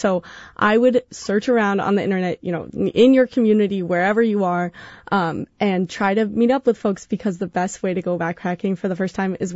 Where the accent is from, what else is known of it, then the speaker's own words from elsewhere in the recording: Tahoe, California, United States; I think, so I grew up in Tahoe, so I think the Sierras are best enjoyed in the spring and the fall when there's less crowds.